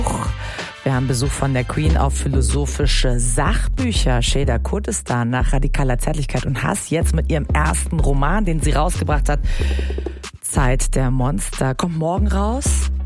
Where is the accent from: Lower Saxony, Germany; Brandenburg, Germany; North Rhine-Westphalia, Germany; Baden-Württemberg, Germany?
North Rhine-Westphalia, Germany; Cologne; Ich bin auch Kölnerin, ich fühle mich jetzt ein bisschen angegriffen.